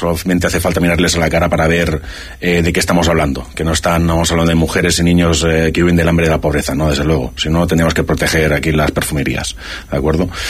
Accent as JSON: {"language": "Spanish", "town": "Barcelona", "region": "Catalonia", "country": "Spain", "said": "Yo que vengo de Barcelona y he vivido tanto la capital como he visitado muchos barrios"}